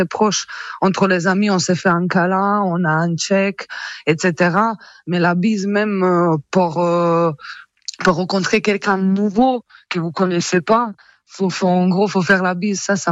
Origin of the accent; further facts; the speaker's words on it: Makarska, Split-Dalmatia County, Croatia; French is a second language; moved away as an adult; also born or lived in Le Havre, France / Alsace, France / Bordeaux, France; now in Saint-Junien, France; je suis né à Makarska, c'est une petite ville en Dalmatie, en Croatie, au bord de la mer. Voilà, c'est des villes qui avant c'était des villes de pêcheurs. Avec le temps, après la guerre, ça commence à être un peu plus touristique parce que le paysage il est très beau. Donc là-bas, j'ai vécu jusqu'à mes 18 ans.